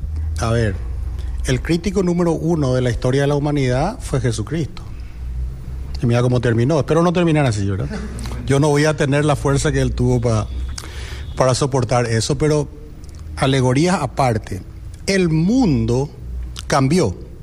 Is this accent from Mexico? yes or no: no; Paraguay; ¿Qué somos los paraguayos?